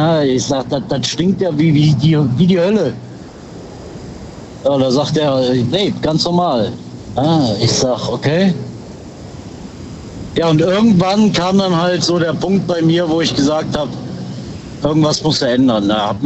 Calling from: Düren, North Rhine-Westphalia, Germany; Immer noch aus Düren.

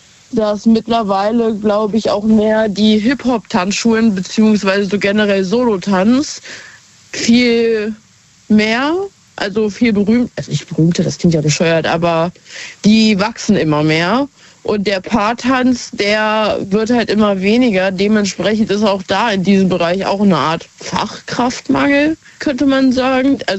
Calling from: Hanover, Lower Saxony, Germany; Aus Hannover tatsächlich.

